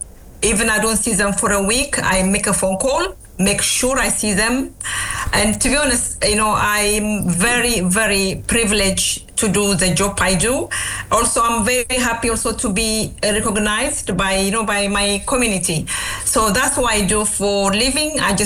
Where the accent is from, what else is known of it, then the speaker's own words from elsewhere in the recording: Ethiopia; now in Australia; I came to this country from Ethiopia 30 years ago